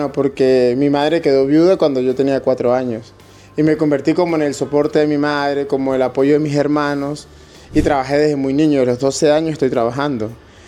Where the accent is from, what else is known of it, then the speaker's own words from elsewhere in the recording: Venezuela; now in Spain; Siempre, hasta el día que muera. De hecho, si ves, tengo 11 años en España y no he perdido mi forma de hablar. Ni quiero perderla.